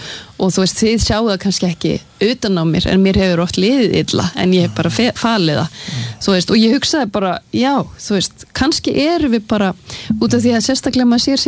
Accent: Sweden; Icelandic is a second language; ég alinn upp í Svíþjóð, alinn upp við að læra tvö tungumál á sama tíma

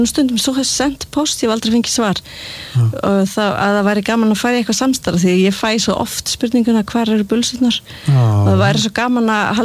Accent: Seltjarnarnes, Capital Region, Iceland; also born or lived in Reykjavík; Já, ég ólst upp á Seltjarnarnesi þar til ég var 12 ára og svo flutti í vesturbæinu

